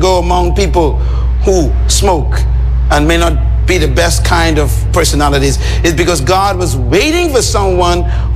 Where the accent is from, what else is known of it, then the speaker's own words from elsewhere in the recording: Bahamas; In England, when I landed, nobody knew I was from the Bahamas.